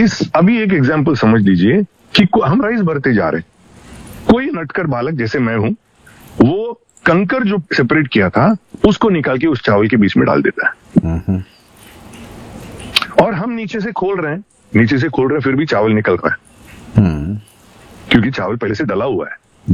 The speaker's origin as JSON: {"language": "Hindi", "region": "South India", "country": "India", "said": "मैं साउथ से हूं"}